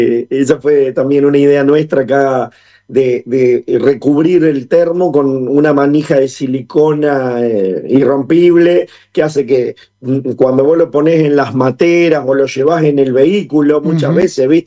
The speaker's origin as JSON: {"language": "Spanish", "country": "Argentina", "said": "cómo somos los argentinos"}